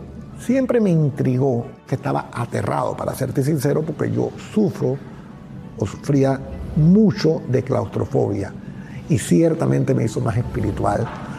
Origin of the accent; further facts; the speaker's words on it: Panama; me siento particularmente orgulloso como panameño y como latinoamericano